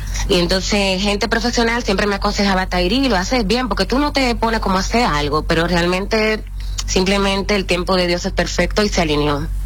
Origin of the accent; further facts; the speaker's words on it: Santo Domingo, Distrito Nacional, Dominican Republic; born there; also born or lived in Cibao; Yo nací en la República Dominicana, pero en la capital.